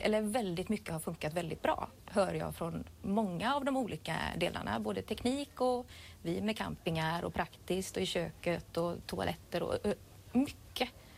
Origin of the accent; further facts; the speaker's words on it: Sweden; moved away as an adult; also born or lived in Hisingen, Gothenburg; Jag är född och uppvuxen på Hörnö. Flyttade till Hisingen, så jag säger att jag bott i stan.